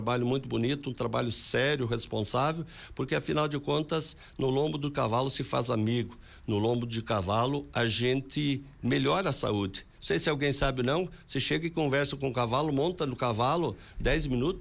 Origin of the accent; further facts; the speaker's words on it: Vacaria, Rio Grande do Sul, Brazil; nós somos de Vacaria, somos a história de Vacaria no lombo do cavalo